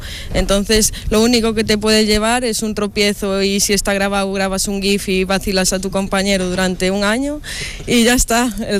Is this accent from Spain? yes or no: yes; Spain; Bueno, quien es español sabe que lucha por todo, ¿no? No nos podemos relajar.